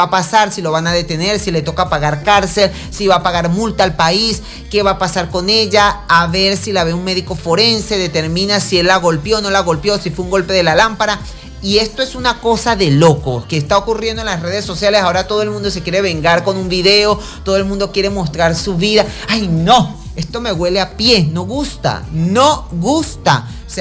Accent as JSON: {"language": "Spanish", "country": "Venezuela", "said": "Uno como venezolano le encanta el chisme."}